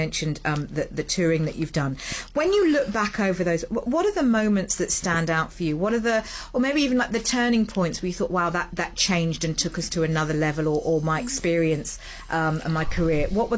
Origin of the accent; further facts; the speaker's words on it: United Kingdom; I grew up in the UK